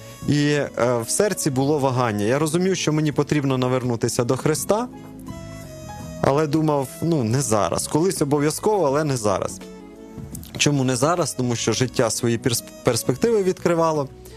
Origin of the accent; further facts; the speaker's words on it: Kyiv Oblast, Ukraine; Народився я на Київщині. В нас було велике підприємство в селі, і тому розвинута інфраструктура, музична школа, спортивна школа, багато різних гуртків